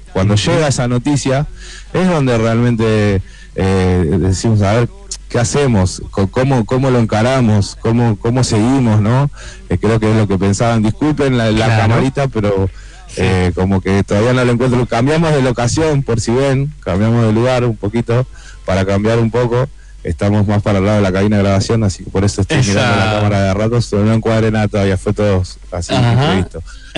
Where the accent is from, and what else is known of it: Argentina